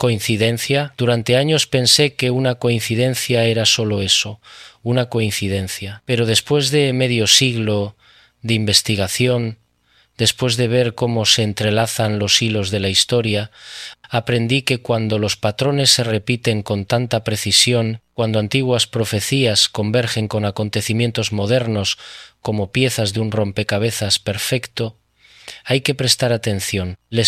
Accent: Pamplona, Navarre, Spain; Desde mi infancia en Pamplona

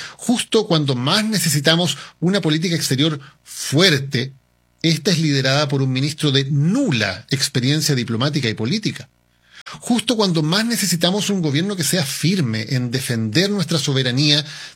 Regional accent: Chile

